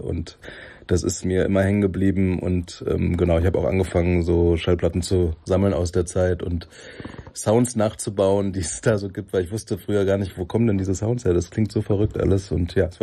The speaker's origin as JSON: {"language": "German", "town": "Chennai", "region": "Tamil Nadu", "country": "India", "tie": "born or raised there", "said": "Ich bin halt aufgewachsen als Kind in Chennai und Chennai ist die Hauptstadt dieser Filmindustrie."}